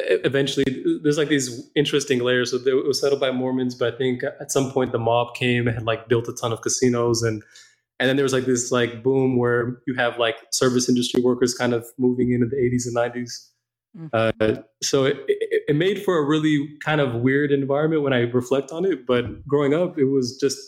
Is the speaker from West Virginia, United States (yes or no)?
no; Las Vegas, Nevada, United States; Vegas is actually a pretty, it feels like a pretty ordinary place when you spend some time there.